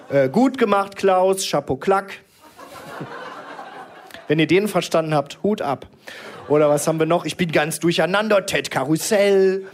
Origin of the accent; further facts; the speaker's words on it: Krefeld, North Rhine-Westphalia, Germany; also born or lived in Willich; Denn ich bin aufgewachsen in der Nähe von Paris, in Krefeld.